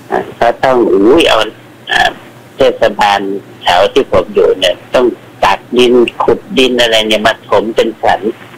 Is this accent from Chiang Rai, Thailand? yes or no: no; Nonthaburi, Thailand; เพื่อนบ้านมันก็เป็นคนกรุงเราเป็นคนนนท์ใช่ไหมล่ะนะฮะ